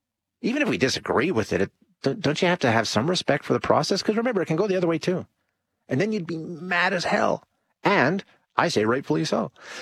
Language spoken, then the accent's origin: English; Edmonton, Alberta, Canada; also born or lived in Calgary; I lived in Calgary for a few years when I was, in the early days of my career. But I grew up in Edmonton Gold Bar. I live in Edmonton Gold Bar now.